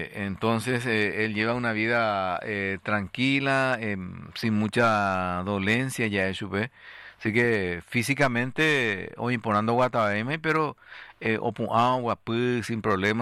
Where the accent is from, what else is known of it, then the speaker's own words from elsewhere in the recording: Paraguay; somos todavía paraguayos hoy día, ¿verdad?